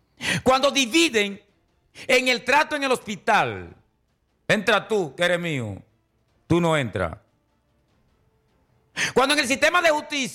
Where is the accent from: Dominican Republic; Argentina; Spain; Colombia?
Dominican Republic; born there; yo nací en La Loma